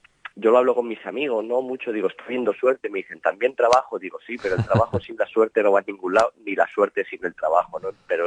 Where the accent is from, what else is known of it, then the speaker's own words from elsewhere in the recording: Salamanca, Castile and León, Spain; para los que somos salmantinos